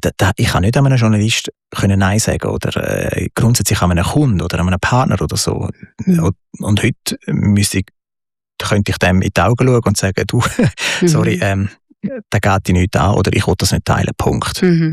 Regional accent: Switzerland; Ja, von was kommt es, oder? Ich bin Schweizer.

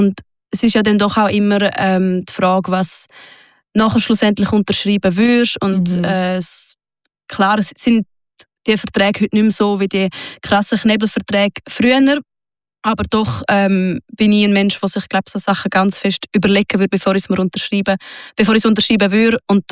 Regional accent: Sargans, St. Gallen, Switzerland; hat mich mal gefragt, in meiner Heimatstadt Sargans

